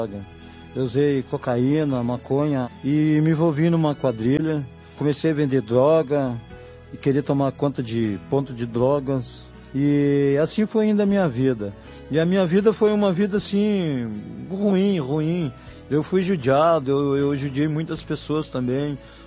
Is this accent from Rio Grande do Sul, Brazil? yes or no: yes; Rio Grande do Sul, Brazil; Sou do Rio Grande do S